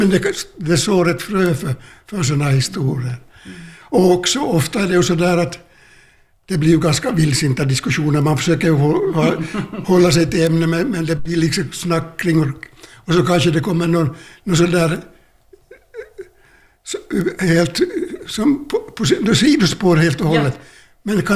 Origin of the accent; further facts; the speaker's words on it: Jeppo, Ostrobothnia, Finland; Jag är inte uppväxt i Växala utan i Jeppo, men båda mina föräldrar var hemifrån från Växala.